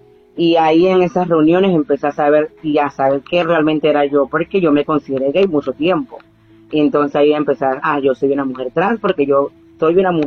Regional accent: La Chorrera, Panamá Oeste, Panama; yo soy de La Chorrera, de Panamá Oeste. Tengo 34 años

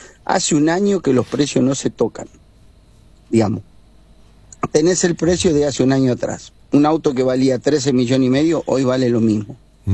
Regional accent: Gaboto, Santa Fe, Argentina; Gaboto, porque bueno, tratándose que es mi pueblo

